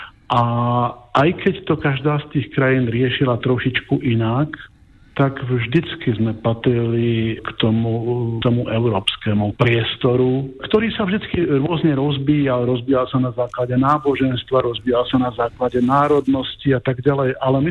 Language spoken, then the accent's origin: Slovak; Liptovský Mikuláš, Žilina Region, Slovakia; now in Bratislava, Slovakia; Ale to isté som mal, keď som prišiel z Liptovského Mikuláša do Bratislavy, že tiež to boli dve odlišné prostredia.